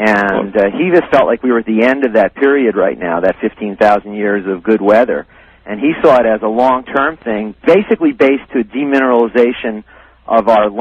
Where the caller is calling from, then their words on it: Kona, Hawaii, United States; I'm calling you from Kona on the slopes of Mauna Loa, our active volcano over here.